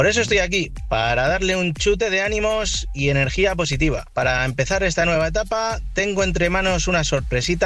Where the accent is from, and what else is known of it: Madrid, Community of Madrid, Spain